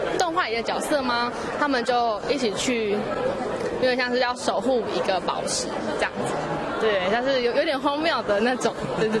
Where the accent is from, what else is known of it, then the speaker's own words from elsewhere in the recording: Malaysia; 因为我本身是马来西亚人，